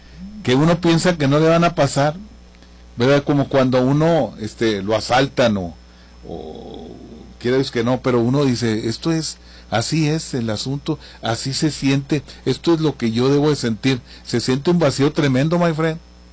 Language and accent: Spanish; Mexico; soy mexicano. Yo soy mexicano.